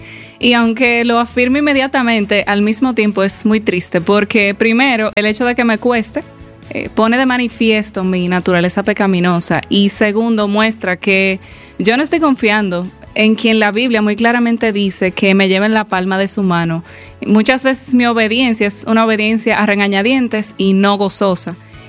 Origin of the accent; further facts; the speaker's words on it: Dominican Republic; como quizás algunas ya saben. Tengo 30 años y soy de República Dominicana. Vivo con mi familia